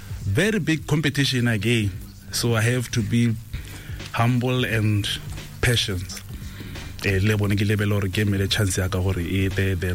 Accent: Kasane, Chobe District, Botswana; Go under 20 Botswana because I was competing with him. Ketswa Kasane. I was alone from Kasane.

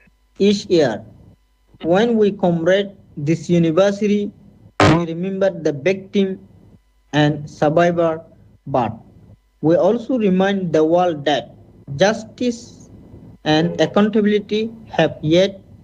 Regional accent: Rakhine State, Myanmar; now in Bangladesh; I am a Rohingya refugee from Myanmar, currently live in Bangladesh refugee camp.

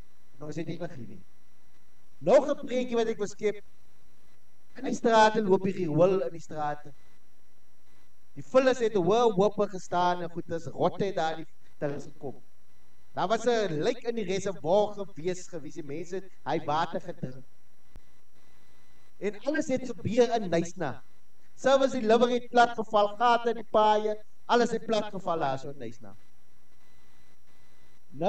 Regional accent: Hessequa, Western Cape, South Africa

